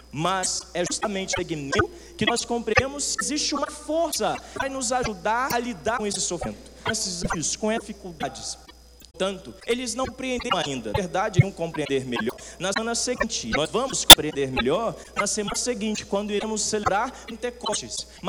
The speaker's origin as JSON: {"language": "Portuguese", "town": "Cachoeiro de Itapemirim", "region": "Espírito Santo", "country": "Brazil", "tie": "born or raised there", "moved": "yes", "said": "lá em Cachoeiro, de onde eu nasci, cresci, fui dado"}